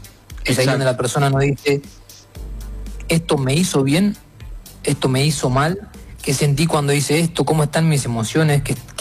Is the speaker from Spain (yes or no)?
no; Argentina; yo no me puedo estar peleando con una persona que es de Ecuador porque yo soy de Argentina.